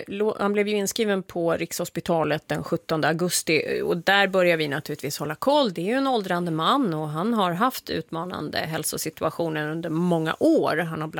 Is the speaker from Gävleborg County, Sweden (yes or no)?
yes; Gävle, Gävleborg County, Sweden; moved away as an adult; Det kommer alltid att vara hemma. Jag flyttade från Gävle när jag var 26. Nu är jag 54 för de som vill räkna.